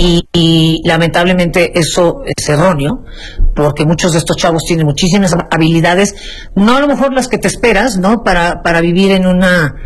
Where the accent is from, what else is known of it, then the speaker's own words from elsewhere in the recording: Mexico City, Mexico; Mi familia es cubana, sí. Yo nací aquí en Ciudad de México.